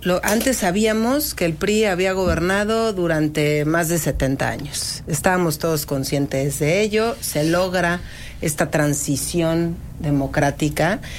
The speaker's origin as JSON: {"language": "Spanish", "country": "Mexico"}